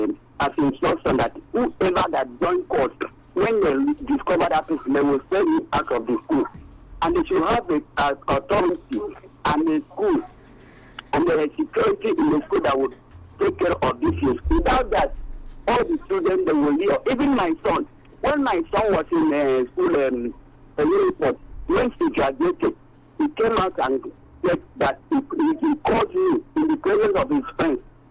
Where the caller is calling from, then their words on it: Winnipeg, Manitoba, Canada; I'm calling from Winnipeg.